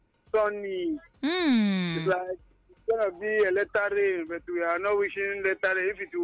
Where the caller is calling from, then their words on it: Benue, Nigeria; from Ubokolo, Benue State.